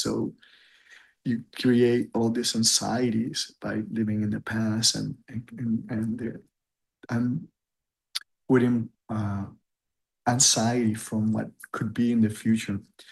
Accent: Puerto Rico; I'm from Puerto Rico and I live in an island and I spend a lot of time in the beach and I'm a waterman.

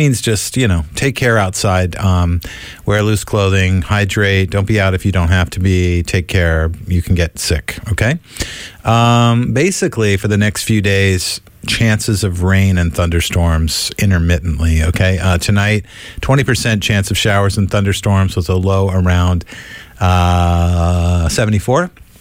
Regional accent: Virginia, United States; moved away; I was just talking about being from Virginia. Walking around today makes me makes me think of my home state of Virginia.

